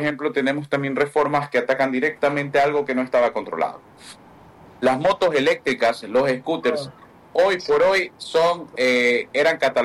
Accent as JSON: {"language": "Spanish", "country": "Ecuador", "said": "primero el ecuatoriano, siempre voy a decir eso. Nosotros somos asambleístas del Ecuador y siempre vamos a legislar para los ecuatorianos."}